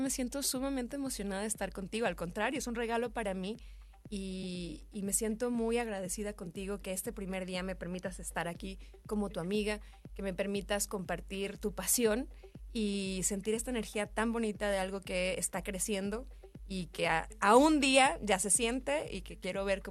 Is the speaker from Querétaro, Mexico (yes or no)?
no; Guadalajara, Jalisco, Mexico